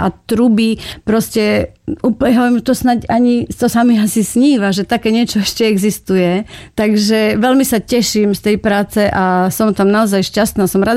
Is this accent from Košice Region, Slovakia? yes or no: yes; Košice, Košice Region, Slovakia; Ja sa hanbím za to, že som Košičanka